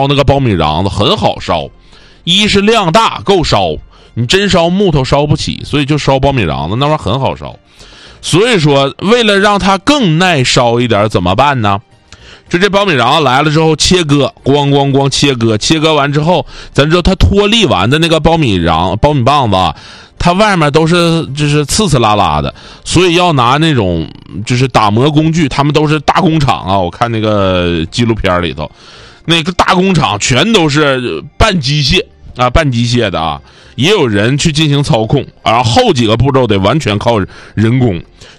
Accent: Northeast China, China; accent: Northeastern dialect; 用我们东北话讲

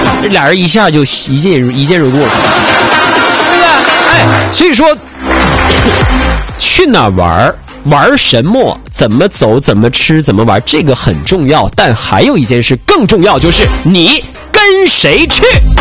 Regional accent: Northeast China, China; 我们东北人

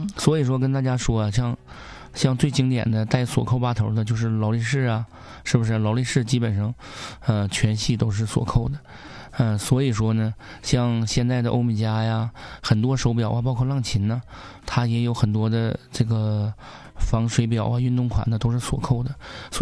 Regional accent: Northeast China, China; 用我们东北话讲

